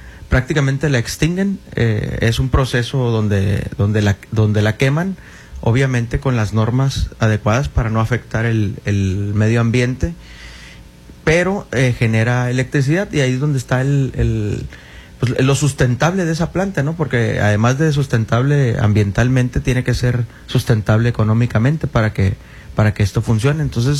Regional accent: Mazatlán, Sinaloa, Mexico; nosotros somos de allá de Mazatlán

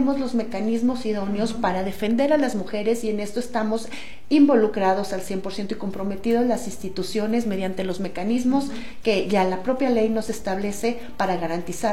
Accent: Mexico

